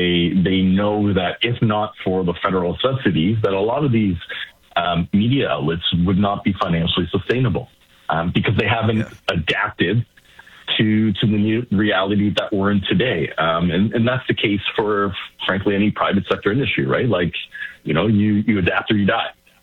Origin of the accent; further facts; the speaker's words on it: Canada; I'm first in my family, born and raised in Canada. My parents, first generation to come here.